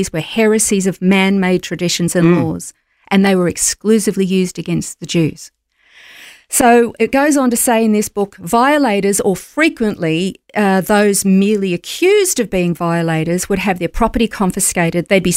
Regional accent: Australia; I'm from Australia. I am a Christian.

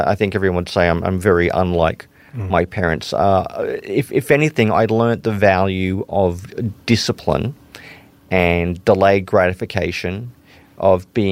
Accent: Brisbane, Queensland, Australia; also born or lived in West Germany; it was a sort of, you know, working class suburban family in Brisbane in the late 70s, 1980s.

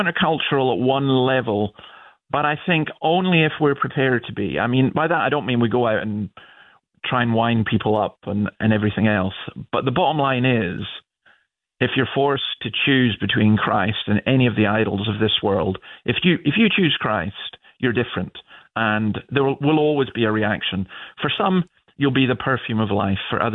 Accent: Scotland, United Kingdom; also born or lived in Sydney; now in Newcastle, Australia; I couldn't believe when I came here because I'm from Scotland and I've no interest in rugby league at all.

